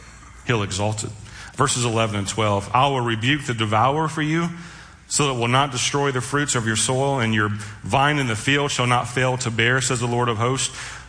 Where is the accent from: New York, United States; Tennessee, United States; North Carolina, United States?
Tennessee, United States; Memphis; moved away as an adult; now in Marysville, United States; When I was born and raised in Memphis, we moved here in 2008 to plant a church out in Marysville.